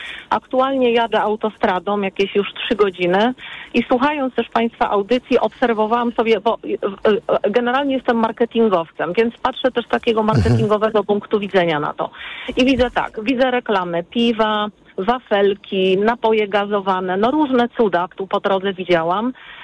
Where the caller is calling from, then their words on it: Warsaw, Masovian Voivodeship, Poland; jako osoba 50-kilkuletnia, mieszkająca w Warszawie